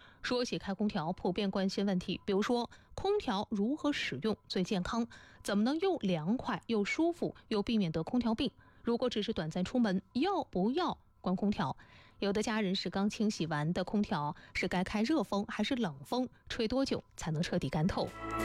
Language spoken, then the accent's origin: Chinese; Hefei, Anhui, China; 我们合肥人